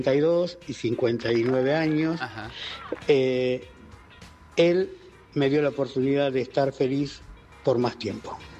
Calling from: Avellaneda, Buenos Aires Province, Argentina; de Avellaneda.

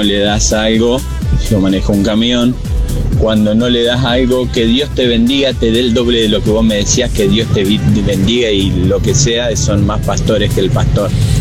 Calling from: Santa Fe, Argentina; Soy de Santa Fe Capital.

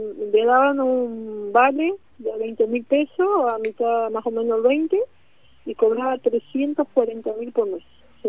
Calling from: Adrogué, Buenos Aires Province, Argentina; Yo en este momento vivo en Buenos Aires, estoy San José, Adrogué.

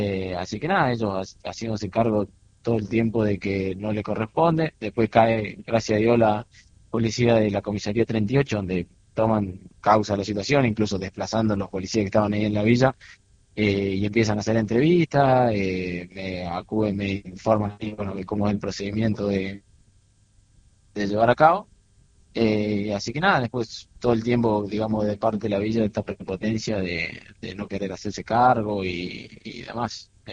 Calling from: La Punta, San Luis, Argentina; vivo en la ciudad de La Punta

